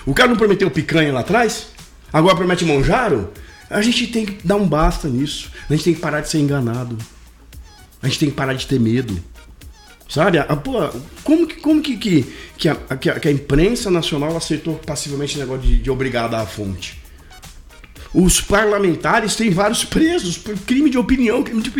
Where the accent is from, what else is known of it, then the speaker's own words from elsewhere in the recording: São Paulo, Brazil; moved away; Eu sou paulistano lá na capital.